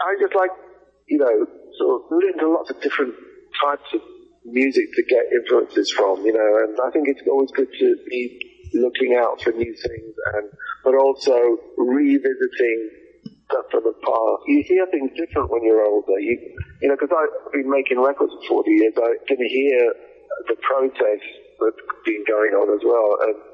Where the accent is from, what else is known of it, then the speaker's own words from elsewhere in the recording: England, United Kingdom; born there; also born or lived in Canada; Well, I was born in England. My parents were Welsh, but I was born in England, and we travelled a lot. We moved a lot. We moved 18 times.